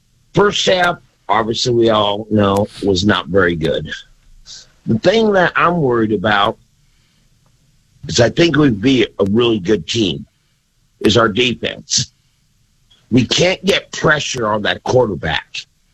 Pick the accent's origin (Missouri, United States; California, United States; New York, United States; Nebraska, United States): Nebraska, United States; now in Illinois, United States; I was born and raised in Nebraska